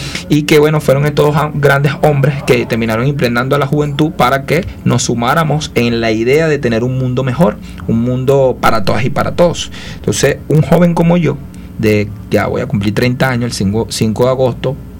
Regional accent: Venezuela; todos los cubanos también son venezolanos y los venezolanos somos cubanos

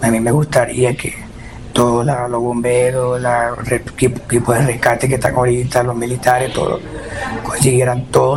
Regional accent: La Guaira, Venezuela; Soy de La Guaira, de Caribe.

